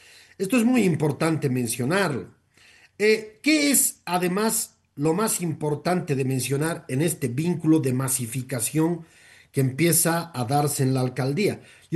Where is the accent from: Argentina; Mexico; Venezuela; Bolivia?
Bolivia; La Paz